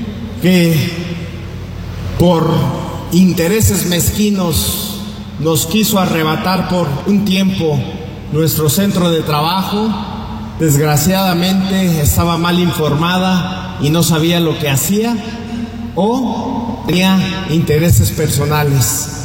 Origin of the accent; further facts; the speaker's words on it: Hidalgo, Mexico; yo soy hidalguense